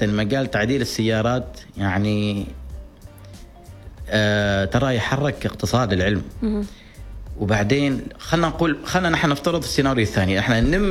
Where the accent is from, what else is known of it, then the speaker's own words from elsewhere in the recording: Oman; هنا عندنا في عمان